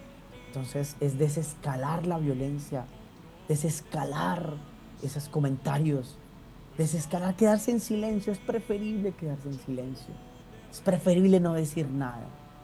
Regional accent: Colombia; nosotros que somos colombianos

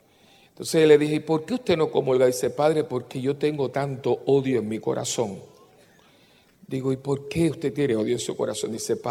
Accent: Cuba; born there; moved away; yo nací en Cuba

